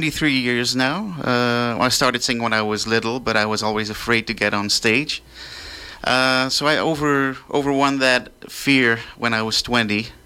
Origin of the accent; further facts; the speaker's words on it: Belgium; born or raised there